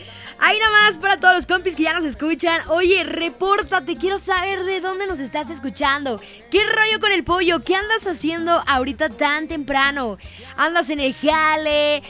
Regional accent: San Andrés Cholula, Puebla, Mexico; Yo soy original de San Andrés Cholula

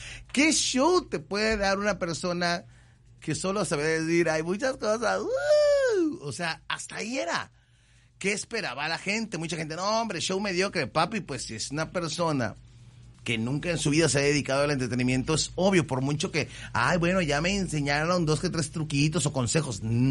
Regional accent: Veracruz, Mexico; Ahora sí, es jarocho así, más escandaloso, primo. Somos costeños, padre.

